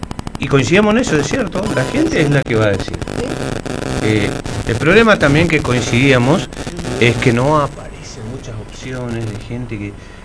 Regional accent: Misiones, Argentina; como misioneros, como argentinos

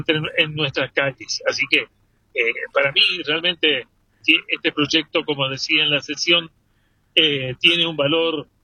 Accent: Argentina; como vereño, como argentino

